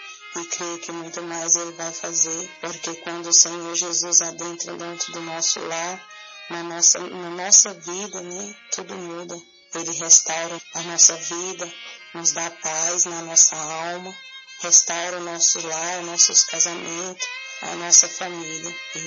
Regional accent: Araguapaz, Goiás, Brazil; sou da cidade de Aragapaz, interior de Goiás.

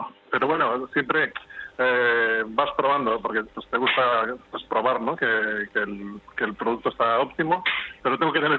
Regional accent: Cantabria, Spain; yo soy del Valle de Toranzo, me he criado allí.

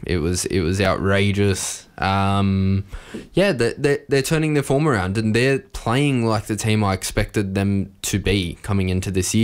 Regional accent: Campbelltown, New South Wales, Australia; I grew up playing tennis at West Club, La Mia, right around the corner from Campbelltown Sports Stadium.

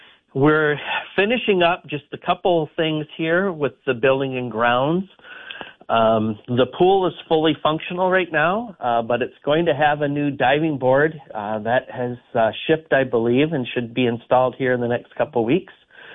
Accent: Deer River, Minnesota, United States; born there; also born or lived in Michigan; So originally I'm from Michigan. My family moved to Minnesota in 1977, and I started fourth grade in Deer River. But in Michigan, I had it pretty good before kindergarten.

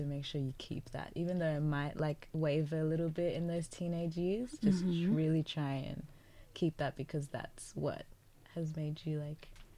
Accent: Australia; also born or lived in Zimbabwe; I'm able to relate to being Australian as much as I'm able to relate to being Zimbabwean.

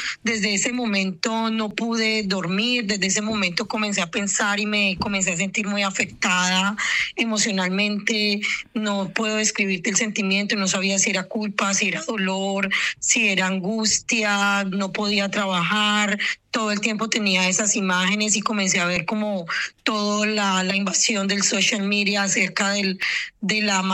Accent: Cali, Valle del Cauca, Colombia; now in Melbourne, Australia; yo soy caleña, soy vallecaucana, mi familia vive en Cali.

